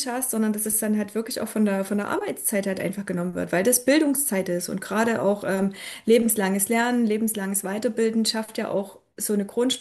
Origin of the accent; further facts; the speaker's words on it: Saxony, Germany; ich komme aus dem Erzgebirge und bin auch ganz anders aufgewachsen und erzogen